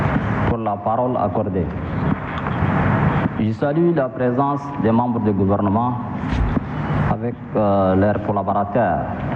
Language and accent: French; Chad; Chez nous, au Tchad